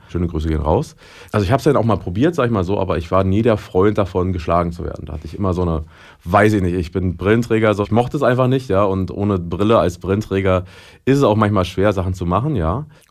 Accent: Brandenburg, Germany; Ich komme jetzt nicht aus Jena, sondern halt aus einer Kleinstadt in Brandenburg an der Oder.

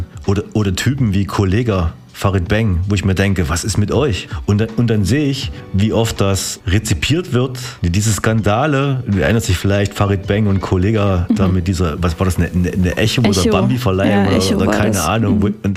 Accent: Apolda, Thuringia, Germany; Ich komme eigentlich aus Apolda.

